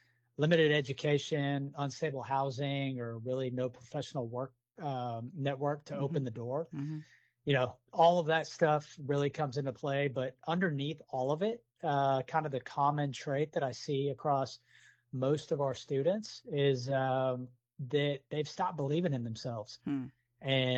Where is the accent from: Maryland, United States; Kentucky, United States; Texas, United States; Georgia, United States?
Texas, United States; Houston; I grew up here in Houston.